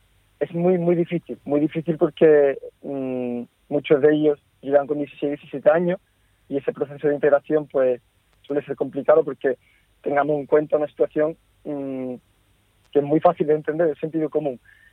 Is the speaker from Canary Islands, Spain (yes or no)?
no; Cádiz, Andalusia, Spain; Bueno, yo primero soy de Cádiz, yo me he criado en Cádiz, llevo toda la vida en Cádiz, he crecido allí, he mamado Cádiz, como bien se dice.